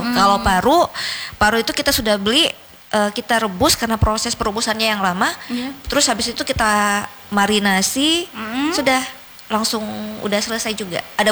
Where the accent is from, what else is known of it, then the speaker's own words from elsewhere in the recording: South Sulawesi, Indonesia; Iya, saya Bugis.